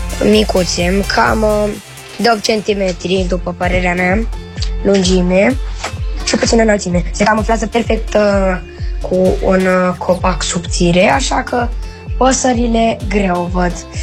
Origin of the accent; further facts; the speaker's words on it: Bucharest, Romania; din București și am 10 ani